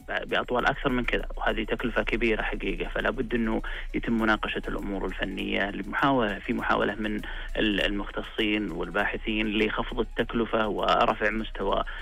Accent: Saudi Arabia; اليوم إحنا يعني بلد بطبيعة مختلفة. إحنا بلد صحراوي

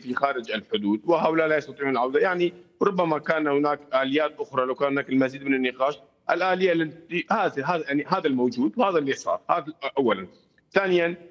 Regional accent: Syria; كمواطن سوري هموم هذا المحافظة من تنمية وتعليم ومساواة وحقا أن يكونوا جزء من إدارة البلاد وأدافع عني ككردي أيضا

